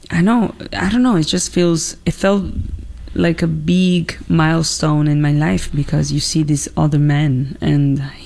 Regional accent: Piedmont, Italy; accent: Piemontese; moved away as an adult; also born or lived in Dominican Republic; you speak Italian so well. And I'm like, well, I did schools here and yeah, I grew up here.

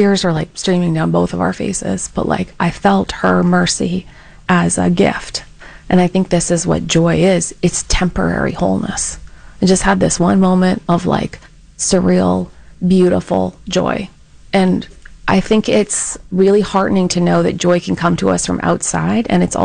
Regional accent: Canada; now in North Carolina, United States; I'm from Canada, so I'm like horrified by the creatures where I live in North Carolina.

